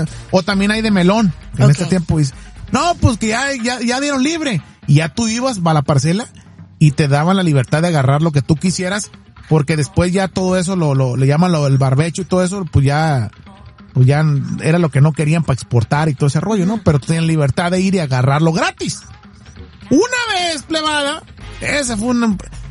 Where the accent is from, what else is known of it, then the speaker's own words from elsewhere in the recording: Sinaloa, Mexico; Allá de donde soy yo, de Sinaloa, de hasta hace un capoma, WhatsApp, Sinaloa, México.